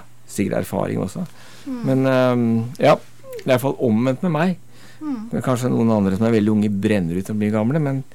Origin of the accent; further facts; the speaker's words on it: Oslo, Norway; now in Bjørkelangen, Norway; Du, jeg er egentlig fra Oslo, men jeg flyttet til Bjørkelangen, altså Aurskog-Høland kommune da.